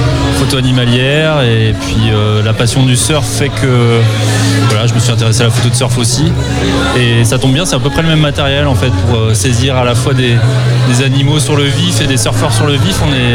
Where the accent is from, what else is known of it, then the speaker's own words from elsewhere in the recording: Brittany, France; je suis originaire des Côtes d'Armor, la baie de Saint-Brieuc, voilà, le littoral Nord-Bretagne qui est très peu connu pour le surf